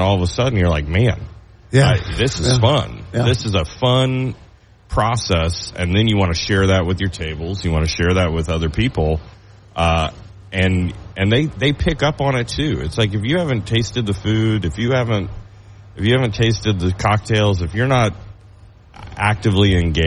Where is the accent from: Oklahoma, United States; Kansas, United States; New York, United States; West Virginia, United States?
Oklahoma, United States; You know, I'm a redneck from Oklahoma. Like, I don't know wine.